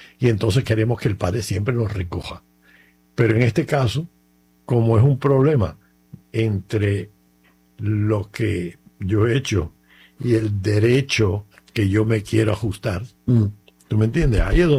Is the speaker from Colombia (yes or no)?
no; Cuba; yo que soy cubano